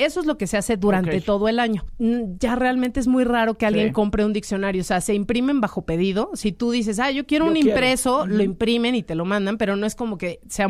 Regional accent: Mexico; no es porque yo sea mexicana, obviamente me da mucho orgullo ser mexicana, pero... las personas que somos de México somos el grupo de hispanohablantes más grande que hay.

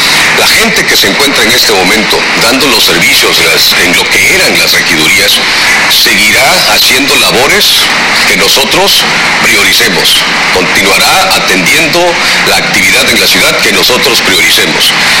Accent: Juchitán, Oaxaca, Mexico; somos de Juchitán

